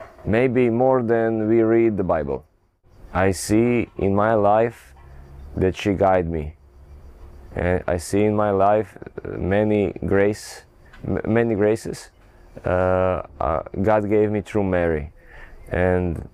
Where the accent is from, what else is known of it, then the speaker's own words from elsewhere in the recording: Rijeka, Primorje-Gorski Kotar County, Croatia; I am from Rijeka in Croatia.